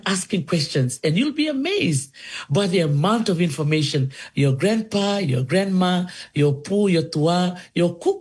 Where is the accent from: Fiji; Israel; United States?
Fiji; Dholisuva; also born or lived in Kandavu; young girl in Dholisuva village in the province of Netasiri. That's where I was raised. Even though I'm from originally from Kandavu